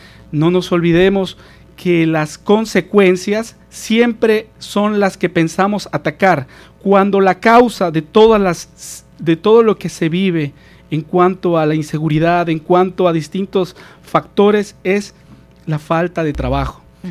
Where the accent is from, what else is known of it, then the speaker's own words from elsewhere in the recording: Santo Domingo, Santo Domingo de los Tsáchilas, Ecuador; nuestra ciudad, Santo Domingo.